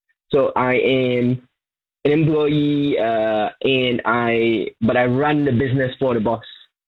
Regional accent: Malaysia; moved away; growing up in Malaysia

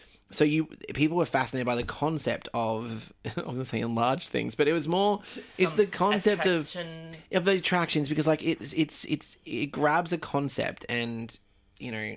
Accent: Coffs Harbour, New South Wales, Australia; moved away; I'm from Coffs Harbour.

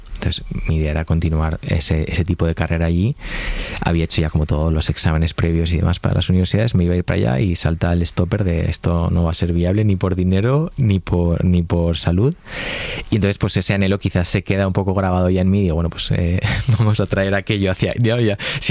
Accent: Valencian Community, Spain; Me gusta hacer paellas, los domingos hago paellas como buen valenciano en casa

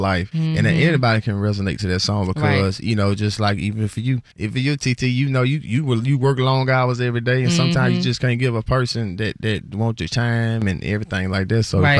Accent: Decatur, Mississippi, United States; Nah, I'm from Decatur, Mississippi.

